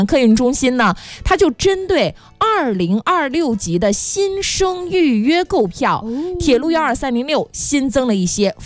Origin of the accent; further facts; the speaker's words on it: Shandong, China; now in Fujian, China; 哎，当时就是我是从山东来到咱们福建，然后当时的这个动车它还不是说我可能、